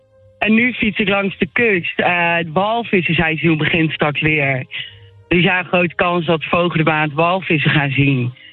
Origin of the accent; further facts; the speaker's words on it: Netherlands; now in Perth, Australia; en als echte Hollander ben ik op de fiets onderweg naar werk.